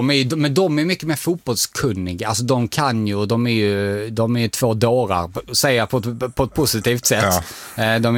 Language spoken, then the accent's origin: Swedish; Dalby, Skåne, Sweden; Jag är från Dalby, så en liten rivalby.